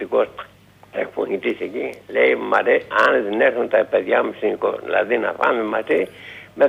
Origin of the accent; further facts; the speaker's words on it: Pyrgos, Western Greece, Greece; moved away as an adult; also born or lived in Zacharo; now in Athens, Greece; εγώ έμενα χρόνια στον πύργο, μεγάλωσα στον πύργο. Δηλαδή, το χωριό μου είναι Λαστέικα, πύργο Ηλίας. Είναι μέσα στον πύργο